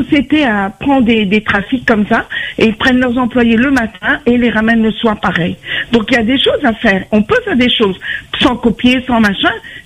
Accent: Mauritius; Et il y a une chose aussi, à l'île Maurice, je suis mauricienne.

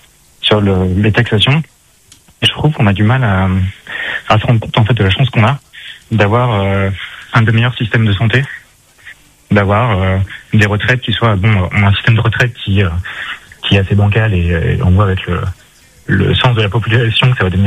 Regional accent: France; on est français au fond.

